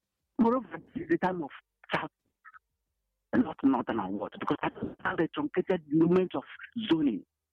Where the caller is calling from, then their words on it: Ugo, Edo, Nigeria; I'm reaching from Ugo.